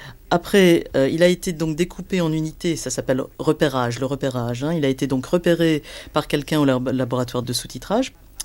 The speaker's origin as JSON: {"language": "French", "country": "France", "also_born_or_lived": "Liverpool, United Kingdom / Manchester, United Kingdom", "said": "et moi je suis française, mais j'ai vécu en Angleterre, justement dans le nord de l'Angleterre d'ailleurs, pas loin de là où Mike Lee habite. J'ai vécu à Liverpool pendant longtemps, et à Manchester un peu aussi d'ailleurs."}